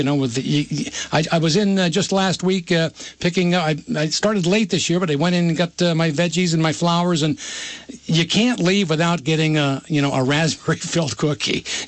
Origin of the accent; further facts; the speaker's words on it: Burlington, Vermont, United States; And, you know, I grew up in Burlington. And as I was talking to Lisa, I can remember you'd drive out to Colchester to buy strawberries.